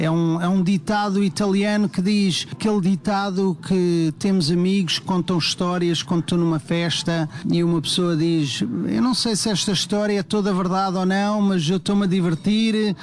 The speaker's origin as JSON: {"language": "Portuguese", "country": "Portugal", "tie": "born or raised there", "said": "Portanto, eu cresci também em Portugal"}